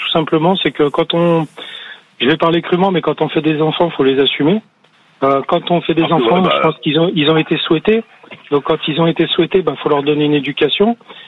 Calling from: Provence-Alpes-Côte d'Azur, France

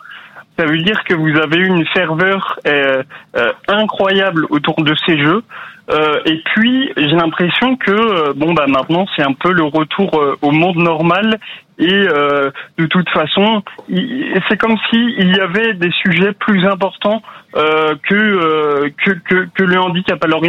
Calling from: Paris, Île-de-France, France; De Paris.

